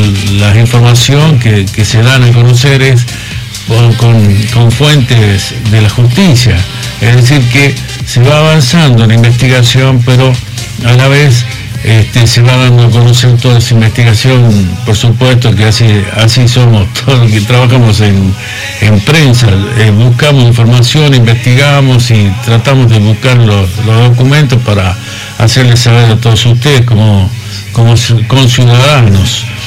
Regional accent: Argentina; podamos seguir adelante como argentinos

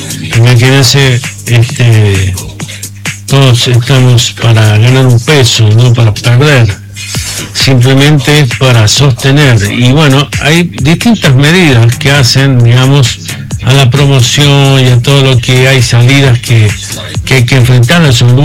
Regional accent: La Rioja, Argentina

